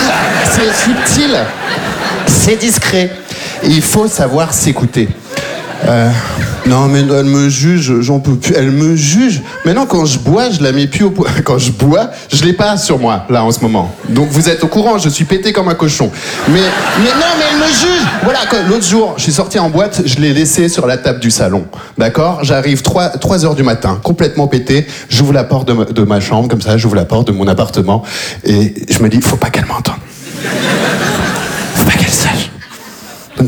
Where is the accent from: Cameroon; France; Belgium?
Belgium; Je viens de Belgique, je suis arrivé en Belgique quand j'avais 3 ans, j'ai vécu toute ma vie là-bas.